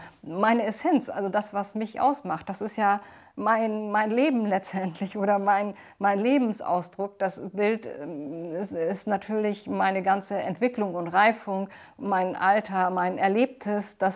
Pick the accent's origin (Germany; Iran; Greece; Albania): Germany; Northern Germany; born there; dass ich hier in Norddeutschland, wo ich geboren bin, dass ich hier wirklich zu Hause bin